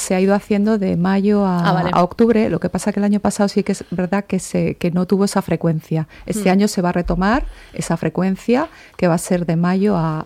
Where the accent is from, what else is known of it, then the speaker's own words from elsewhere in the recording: Nájera, La Rioja, Spain; yo soy de Nájera